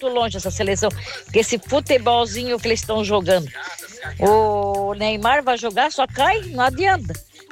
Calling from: Brazil; eu sou brasileira

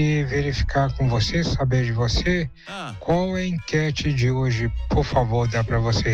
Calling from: São Mateus, Espírito Santo, Brazil; Sou do estado do Espírito Santo, da cidade de São Mateus.

